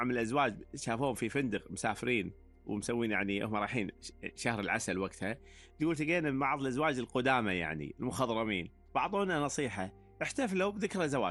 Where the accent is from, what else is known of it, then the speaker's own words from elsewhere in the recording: Kuwait; صاير عندنا في الكويت